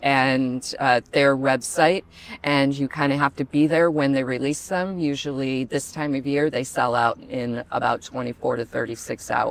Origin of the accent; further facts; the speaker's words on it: New York City, New York, United States; Yeah. I'm a New Yorker. New Yorkers don't go to touristy things.